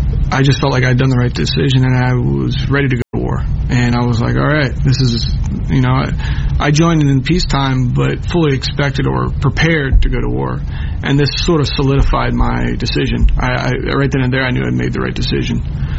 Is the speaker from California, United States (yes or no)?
no; Burke, Virginia, United States; Born and raised in Fairfax, Virginia. I grew up in Burke. In fact, my parents still live in the mean streets of Burke.